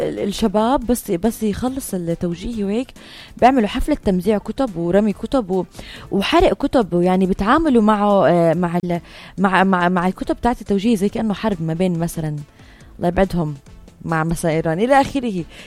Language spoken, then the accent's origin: Arabic; Jordan; عندنا بالاردن